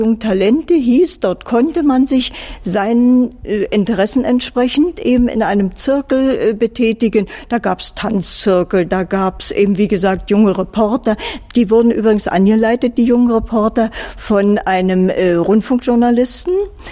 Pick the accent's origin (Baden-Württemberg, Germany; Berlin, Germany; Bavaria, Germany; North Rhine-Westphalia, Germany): Berlin, Germany; Als ich das Abitur 1957 gemacht habe in Berlin, ich bin Berlinerin